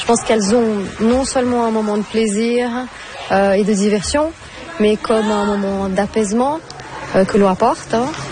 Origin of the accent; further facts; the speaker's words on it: Brazil; Moi, je suis brésilienne hein, à la base, donc quand je pense à l'Amazone